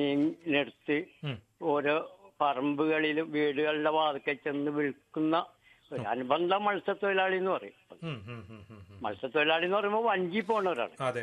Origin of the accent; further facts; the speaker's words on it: Kochi, Kerala, India; ഞാൻ മട്ടാഞ്ചേരി, ഞാൻ ജനിച്ച് വളർന്നത് മട്ടാഞ്ചേരി